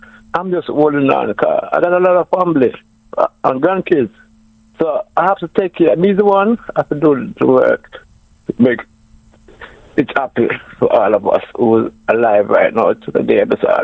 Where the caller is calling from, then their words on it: Jamaica; I'm from Jamaica.